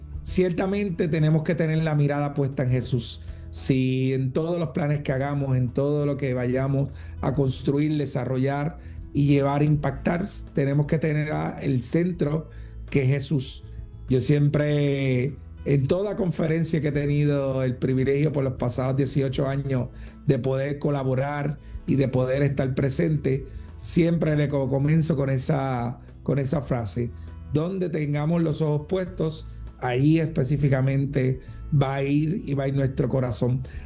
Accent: Puerto Rico; en mi país, Puerto Rico.

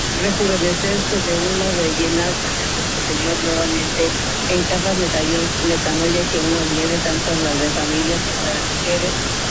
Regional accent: San Diego, California, United States; Soy de San Diego, voy a la parroquia del Cuerpo de Cristo, Corpus Christi, algunas veces Santa Rosa de Lima

